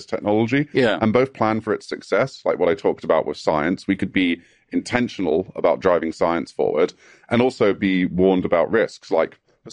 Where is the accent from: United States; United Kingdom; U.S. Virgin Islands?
United Kingdom; England; Yes, as an Englishman, it fills me with such joy to be asked about sex on